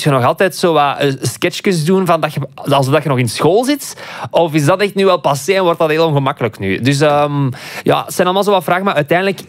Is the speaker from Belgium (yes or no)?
yes; Aalst, Flanders, Belgium; En ik heb dezelfde tongval als Aaron. We zijn alle twee van het Aalsterse, van die kanten.